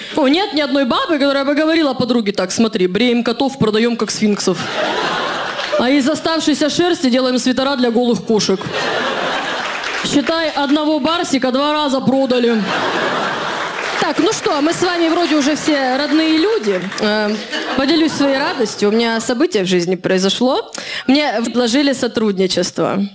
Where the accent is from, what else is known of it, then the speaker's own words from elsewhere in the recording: Khabarovsk, Khabarovsk Krai, Russia; Ну, потому что я из Хабаровска, у меня там уже был вот этот чувак